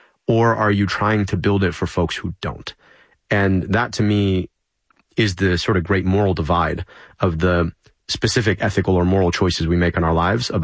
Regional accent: Pakistan; Like, yes, I'm a citizen of the United Kingdom, but I'm not British. They're British. I'm Pakistani.

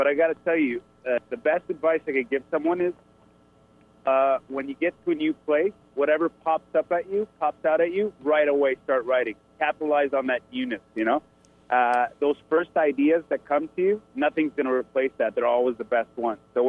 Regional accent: Canada; I'm pretty much giving my perspective as a Canadian neighbor on what's going on in the States right now and comparing and contrasting.

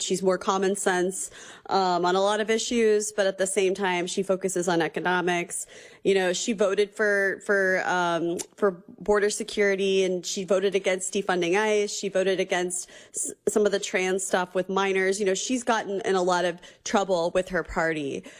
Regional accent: Missouri, United States; We're both from Missouri.

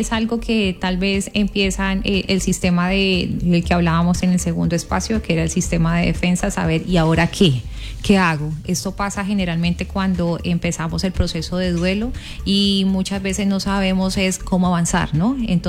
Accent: Cali, Valle del Cauca, Colombia

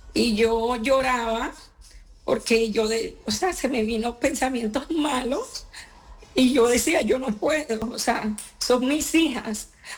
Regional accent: Ciénaga, Magdalena, Colombia; moved away as an adult; also born or lived in Santa Marta; now in Medellín, Colombia; yo soy de la costa, yo soy repartida en la costa, zona bananera, Ciénaga, Santa Marta

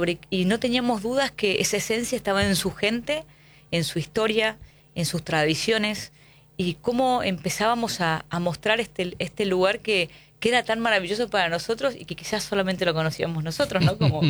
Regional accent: San Miguel de Tucumán, Tucumán, Argentina; born there; now in Tafí del Valle, Argentina; No, yo soy tucumana, nací en San Miguel

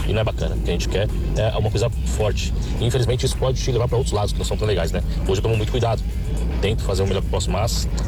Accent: São Paulo, Brazil; Não vou falar meu nome, mas eu sou de São Paulo.

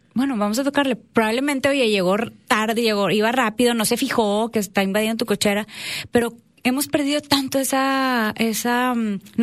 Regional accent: Salinas Victoria, Nuevo León, Mexico; moved away as an adult; now in Monterrey, Mexico; Yo nací aquí en Monterrey. Toda mi infancia viví en Salinas Victoria. La familia de mi papá es de Salinas, mi mamá de Monterrey. La convenció, se casó, se fue a vivir para allá y ahí crecí. En carrera me vine a vivir para acá

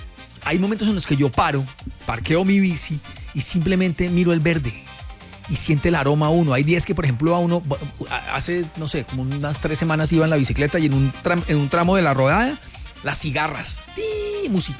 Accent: Ibagué, Tolima, Colombia; moved away; also born or lived in Armenia, Colombia; yo soy de Ibagué, pero yo no me quiero devolver para Ibagué ni loco. Mis amigos, mis paisanos tolimenses dirán, este man se volteó, me volteé, a mí Armenia, el Quindío

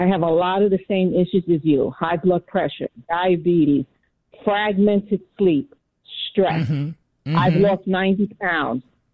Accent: New York City, New York, United States; I'm from Washington Heights in the Bronx.

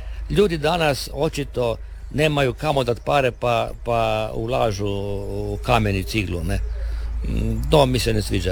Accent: Brtonigla, Istria County, Croatia; ja sam iz Brtonigle. Svi su nekako, većina smo iz Istre

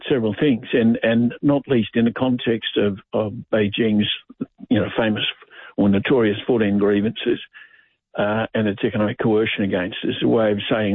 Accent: Australia; But if, as Australians, we want to get focused, you want a deeper knowledge, read the book.

